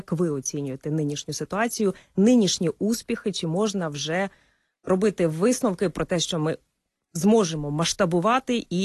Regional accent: Sumy Oblast, Ukraine; на моїй рідній Сумщині, цей бої за Конотоп, Глухів і Суми.

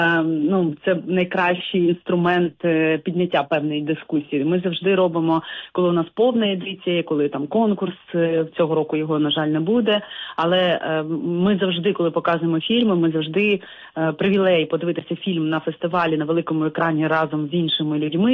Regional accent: Odesa Oblast, Ukraine; moved away; я родом з Бессарабії

